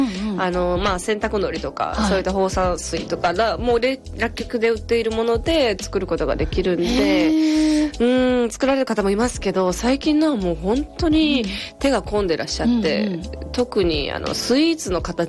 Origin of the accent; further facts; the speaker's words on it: Kansai, Japan; moved away; 私関西出身なんですけど